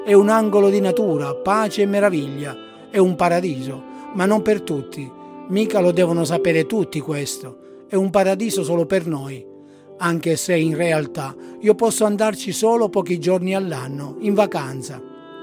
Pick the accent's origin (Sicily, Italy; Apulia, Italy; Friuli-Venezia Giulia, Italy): Sicily, Italy; now in Rome, Italy; Ci vivo da anni e mi va benissimo, però ho nostalgia della mia terra, del mio paese. Ho nostalgia della Sicilia.